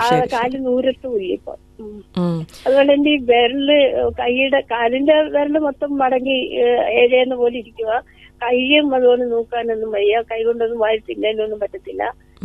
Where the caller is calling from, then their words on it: Sooranad, Kerala, India; Kollam Sooranad വയ്യാങ്കരയിൽ.